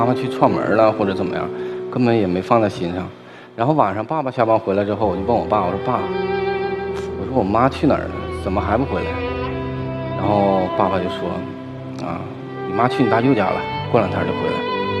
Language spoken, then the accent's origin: Chinese; Qiqihar, Heilongjiang, China; 我是黑龙江省齐齐哈尔市人